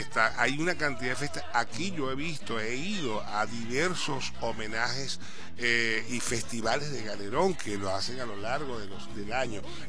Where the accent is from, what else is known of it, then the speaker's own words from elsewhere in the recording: Zulia, Venezuela; Yo soy devoto de la Virgen María, en especial de mi chinita, de la Virgen de Chiquinquirá. Me identifico mucho porque es nuestra patrona ya en el Zulia.